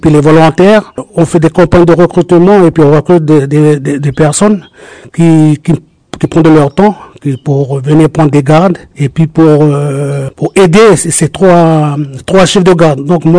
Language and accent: French; Païta, South Province, New Caledonia; À la Grande Terre, on est souvent, je viens de Païta, après j'étais à Yaté.